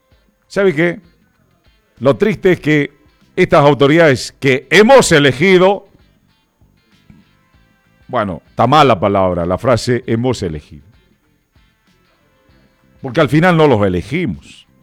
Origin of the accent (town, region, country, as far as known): Tarija, Bolivia